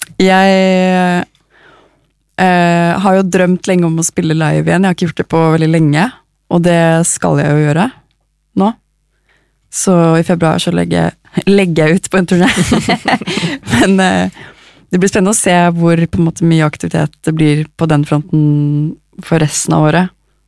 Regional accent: Oslo, Norway; Jeg er fra Oslo, jeg har vokst opp her, jeg bor her fortsatt

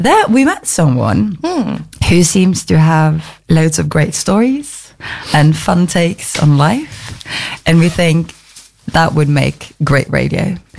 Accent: Oslo, Norway; But first, hello … from Oslo. Usually I'm on Radio Oracle FM 99.3 in Oslo

